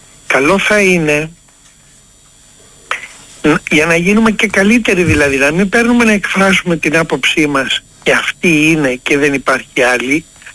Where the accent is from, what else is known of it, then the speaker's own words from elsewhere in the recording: Athens, Attica, Greece; born there; Εγώ έχω γεννηθεί στην Αθήνα. Ο πατέρας μου είναι από το Αίγιο.